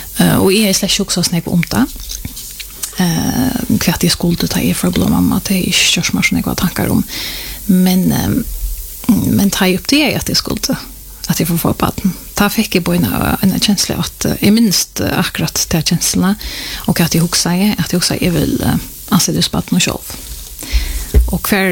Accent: Klaksvík, Faroe Islands; moved away as an adult; now in Gøta, Faroe Islands; 42 år gammel, født og oppvaksen i Klaksvik. Men jeg har bo i Göte og i Nekvar etter håndene, det var i 2003

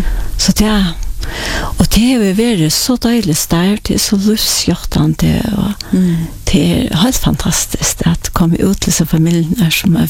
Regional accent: Klaksvík, Norðoyar, Faroe Islands; Jag är uppvuxen i Klagsvik. Och jag är född i Surveje. Bodde först i 5 år i Surveje. Och så flottade föräldrarna med Klagsvik.

